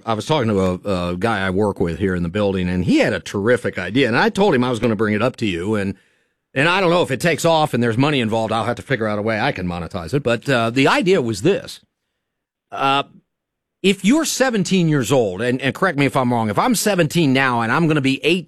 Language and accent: English; Fairfield, Ohio, United States; my father ran for council 1 year in the small town I grew up in Fairfield, Ohio.